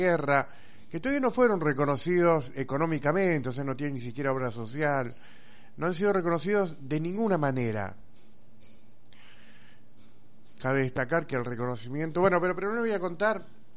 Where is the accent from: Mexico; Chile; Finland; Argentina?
Argentina; somos argentinos